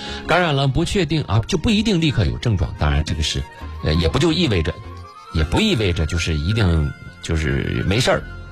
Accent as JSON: {"language": "Chinese", "country": "China"}